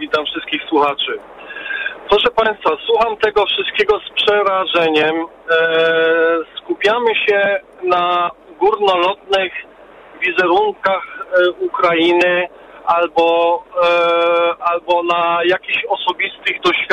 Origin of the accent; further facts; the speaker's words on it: Germany; now in Skierniewice, Poland; Ja osobiście bez mojej woli wychowałem się w Niemczech. Będąc w Niemczech w czasach szkolnych, zawsze broniłem Polaków